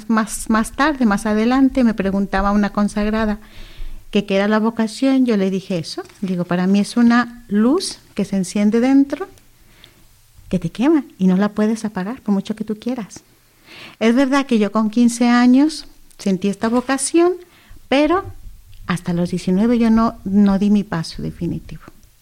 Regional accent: Monterrey, Nuevo León, Mexico; now in Gran Canaria, Spain; yo soy mexicana de Monterrey, Nuevo León.

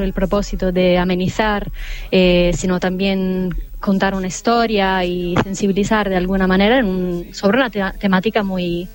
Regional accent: Italy; moved away; Porque ambos somos italianos

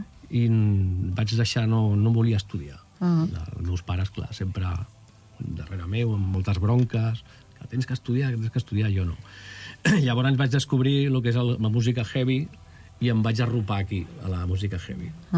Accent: Barcelona, Catalonia, Spain; jo vaig néixer a Barcelona.

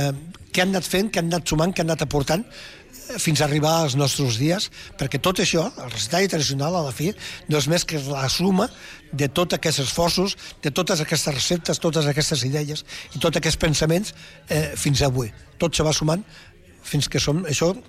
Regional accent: Catalonia, Spain; Però jo que soc de l'Empordà, que soc de la Costa Brava

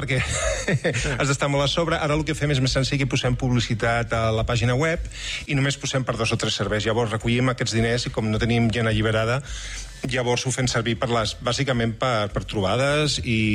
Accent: Barcelona, Catalonia, Spain; Del Clot, ara visc al Guinardó.

